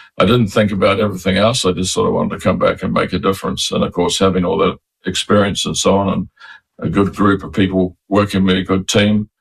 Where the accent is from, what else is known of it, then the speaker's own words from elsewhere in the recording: New Zealand; I've been overseas. I want to bring something back. I'm a New Zealander, and that was really it.